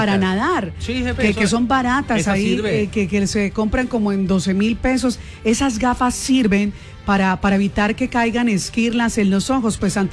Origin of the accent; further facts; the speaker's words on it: Cali, Valle del Cauca, Colombia; La solidaridad nuestra es lo que más nos caracteriza como caleños.